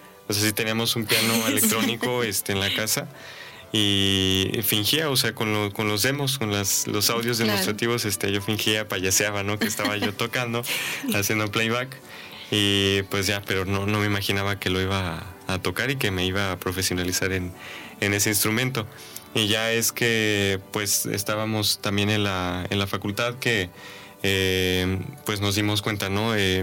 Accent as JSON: {"language": "Spanish", "country": "Mexico", "said": "es un poco inverosímil y hasta a veces absurdo que como mexicanos no sepamos lo que tenemos, ¿no?"}